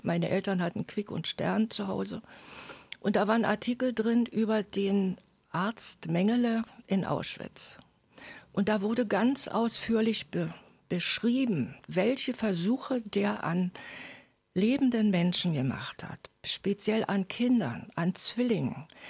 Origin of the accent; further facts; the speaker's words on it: Berlin, Germany; now in Greifswald, Germany; Ursprünglich bin ich Berliner, wie man vielleicht noch hört.